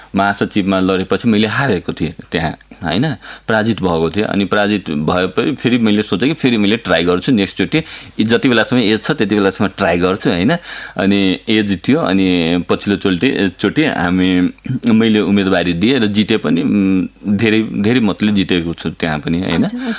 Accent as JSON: {"language": "Nepali", "town": "Jaleshwar", "region": "Madhesh Province", "country": "Nepal", "said": "त्यहाँ पनि म जलेश्वर नगरपालिका वडा नम्बर 7 मेरो घर छ होइन"}